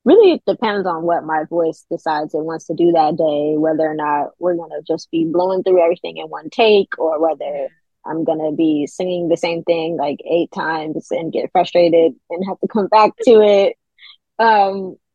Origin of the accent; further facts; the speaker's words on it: New York, United States; Some people might think that it's because I'm from New York originally.